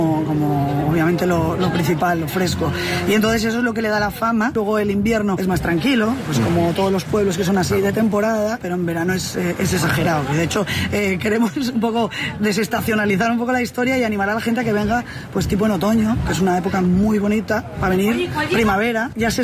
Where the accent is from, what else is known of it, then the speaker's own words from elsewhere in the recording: Tazones, Asturias, Spain; ¿de dónde eres? De Tazones